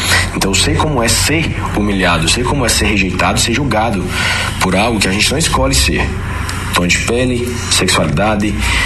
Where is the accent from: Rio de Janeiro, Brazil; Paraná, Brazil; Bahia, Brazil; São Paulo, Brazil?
Bahia, Brazil; Cocos; now in Uberlândia and Goiânia, Brazil; influenciador digital … Eu moro atualmente em Uberlândia e Goiânia, fico lá e cá, e eu sou de Cocos, né, a cidade onde aconteceu tal ocorrido.